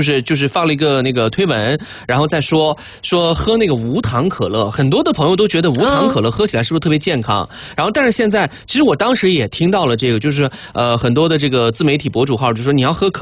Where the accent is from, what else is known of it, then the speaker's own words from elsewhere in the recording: Sichuan, China; 这是咱们四川人的命，泡菜。